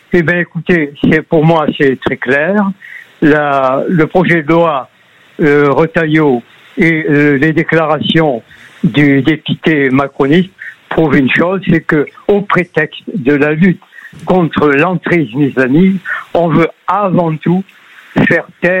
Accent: France; chez nous, en France

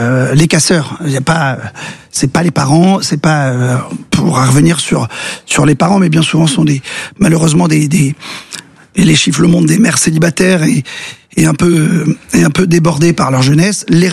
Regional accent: Hauts-de-France, France; Parce que je suis du Pas-de-Calais et que Lens a gagné brillamment cette Coupe de France.

